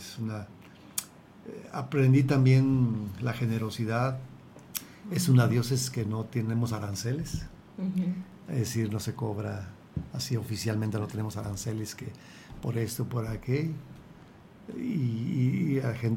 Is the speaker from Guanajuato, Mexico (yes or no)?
yes; León, Guanajuato, Mexico; Soy de León.